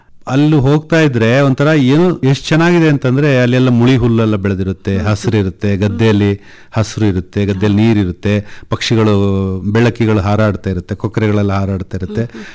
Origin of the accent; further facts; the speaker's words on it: Kodagu, Karnataka, India; ನಮ್ಮ ಊರಲ್ಲಿ, ನಮ್ಮ ಕೊಡಗಿನಲ್ಲಿ